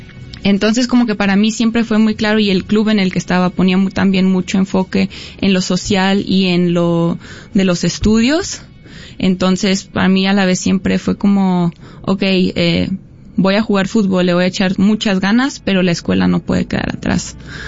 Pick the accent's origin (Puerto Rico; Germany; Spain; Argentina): Germany; Sí, pues yo nací en Alemania, mi papá es alemán, mi mamá es mexicana, de Guanajuato capital, y pues yo nací allá, crecí allá, siempre he tenido como ese lazo con México